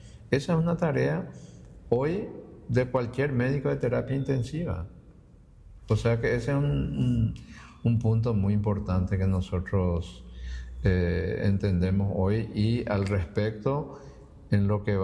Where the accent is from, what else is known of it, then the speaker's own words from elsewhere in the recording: Paraguay; los hospitales del área del departamento central de nuestro país de Asunción